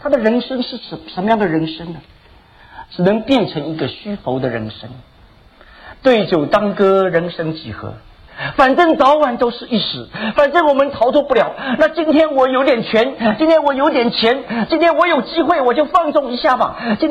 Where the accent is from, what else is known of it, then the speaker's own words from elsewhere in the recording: Taiwan; now in United States; 我讲我们从台湾来的